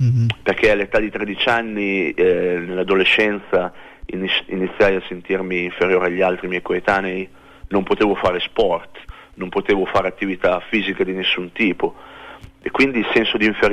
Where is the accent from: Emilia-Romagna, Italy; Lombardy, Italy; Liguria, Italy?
Emilia-Romagna, Italy; Parma; born there; Sono nato a Parma nel 1969